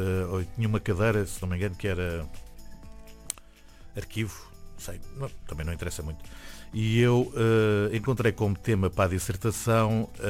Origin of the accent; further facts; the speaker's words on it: Reguengos de Monsaraz, Alentejo, Portugal; E um dia, no Alentejo, eu sou de Reguengos, resolvemos cinco amigos, fomos dar uma volta de carro